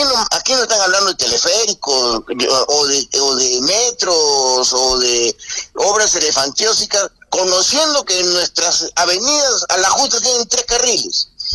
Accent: Arequipa, Peru; de acuerdo a la experiencia que tengo como taxista y como empresario y como ciudadano arequipeño

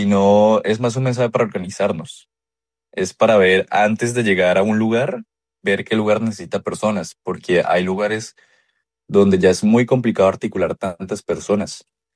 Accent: Cali, Valle del Cauca, Colombia

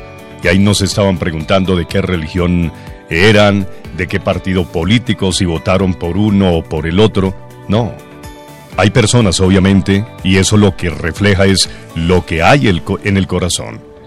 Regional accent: Colombia

